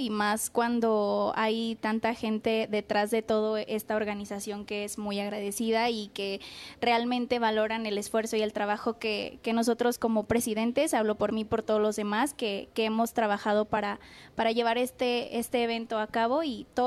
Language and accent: Spanish; Villa de Reyes, San Luis Potosí, Mexico; now in Chapingo, Mexico; Yo soy originaria de San Luis Potosí, Villa de Reyes. Es un municipio que está ahí cerca de la capital potosina. Está cerca, a una media hora de la capital. Actualmente mi familia vive en la capital